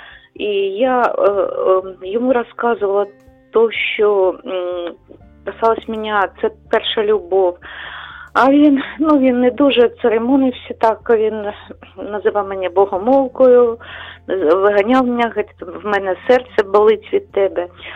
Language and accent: Ukrainian; Kharkiv, Kharkiv Oblast, Ukraine; я з Харкова.